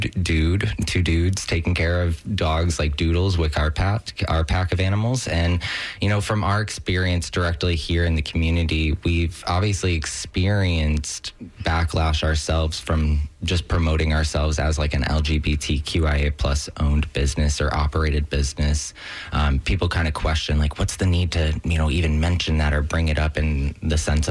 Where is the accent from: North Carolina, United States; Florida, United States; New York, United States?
Florida, United States; St. Petersburg; now in Lutz, United States; I was raised in St. Pete, you know, and I moved back home about 2021, and I just couldn't afford to move back to St. Pete at that time. So I was fortunate enough, though, to obviously stay within the Tampa Bay area, and I've been very, very much enjoying where we are at in Lutz.